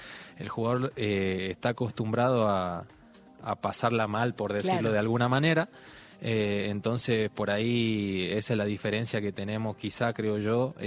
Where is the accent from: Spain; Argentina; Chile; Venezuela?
Argentina; Jujuy; como jujeño yo también tengo el orgullo de decir, tengo colegas que están también trabajando en alto nivel